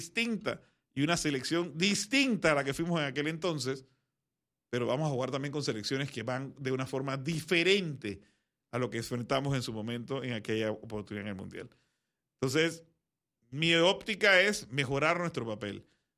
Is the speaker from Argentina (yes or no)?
no; Panama; mi ilusión como panameño